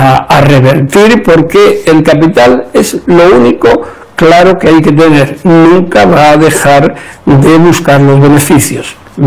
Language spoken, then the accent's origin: Spanish; Spain; En mi país, en España, cualquier juez o fiscal puede salir de su carrera judicial